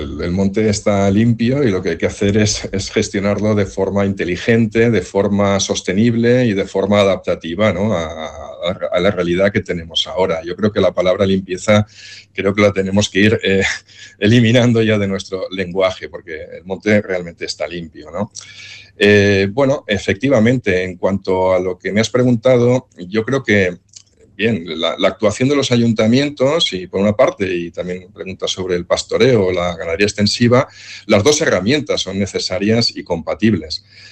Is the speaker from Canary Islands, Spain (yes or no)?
no; Valencian Community, Spain; Yo personalmente soy del Alto Palancia, conozco bien aquellas montañas y me toca de lleno.